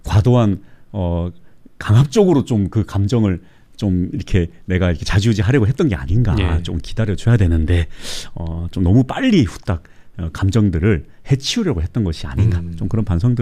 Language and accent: Korean; Gyeongsang, South Korea; 저는 아주 전형적인 경상도 사람이라면